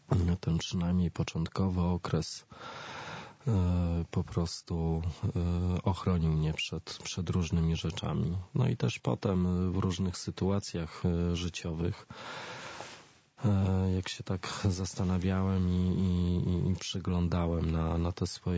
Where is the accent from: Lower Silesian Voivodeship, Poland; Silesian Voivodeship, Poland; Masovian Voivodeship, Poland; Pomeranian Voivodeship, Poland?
Masovian Voivodeship, Poland; ponieważ pochodzę spod Warszawy, także tam za bardzo jakichś takich większych atrakcji nie było.